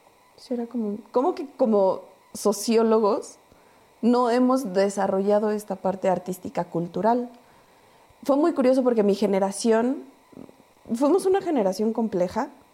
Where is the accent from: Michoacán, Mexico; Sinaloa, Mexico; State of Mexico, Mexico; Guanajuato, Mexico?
State of Mexico, Mexico; Texcoco; Para mí, que soy texcocana, esa es la otra, yo soy de Texcoco